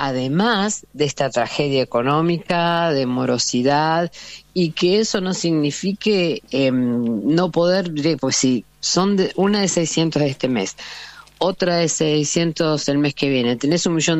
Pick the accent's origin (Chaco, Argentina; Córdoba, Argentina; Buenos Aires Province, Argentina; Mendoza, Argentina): Buenos Aires Province, Argentina; Pergamino; yo soy de Pergamino.